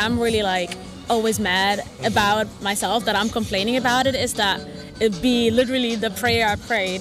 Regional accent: Germany; English is a second language; I'm German.

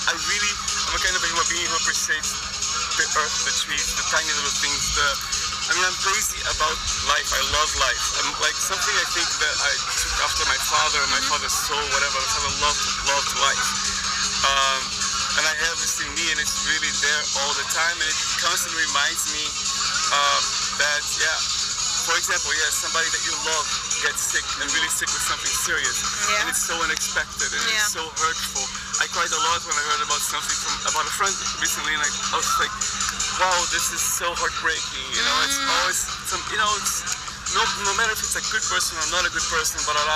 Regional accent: Brazil; English is a second language; I grew up really poor in Brazil.

